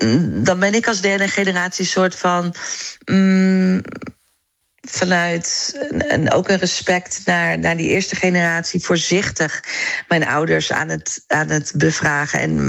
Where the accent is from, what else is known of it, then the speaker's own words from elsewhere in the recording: Netherlands; Er werden vragen gesteld, waar kom je vandaan? Terwijl ik dacht, ik kom toch gewoon uit Nederland. Maar opa en oma kwamen dan ergens anders vandaan.